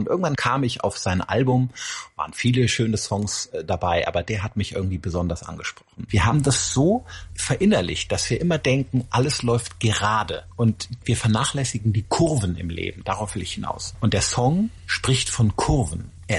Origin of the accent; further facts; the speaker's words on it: Rhineland, Germany; Ich komme ja aus dem Rheinland.